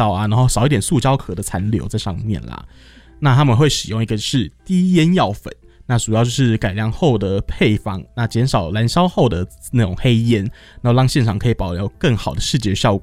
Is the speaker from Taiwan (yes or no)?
yes; Taiwan; 我不能砸了我们台湾人的招牌。